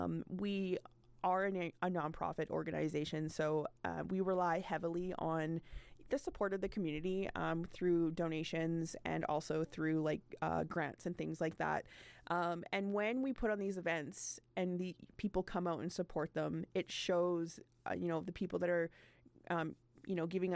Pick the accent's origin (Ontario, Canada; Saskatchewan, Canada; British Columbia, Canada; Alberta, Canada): British Columbia, Canada; Prince George; like I born and raised in Prince George